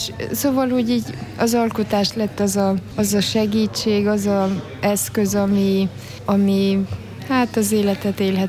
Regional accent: Moldavia, Romania; Moldvába születtem, Románia keleti részén. Egy magyar, katolikus magyar parasztfaluban nőttem föl.

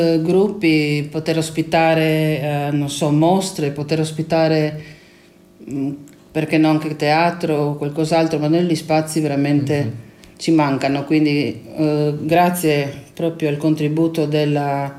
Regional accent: Umag, Istria County, Croatia; born there

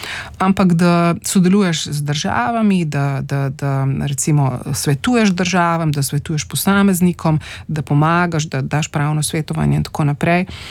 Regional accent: Postojna, Inner Carniola–Karst, Slovenia; moved away; Jaz sem odraščala v Postojni, se pravi pri, oziroma bom rekla splošno na Primorskem, moja starša se en mama je se pravi s Primorske, bom rekla tam pri Kopru, v Kozini

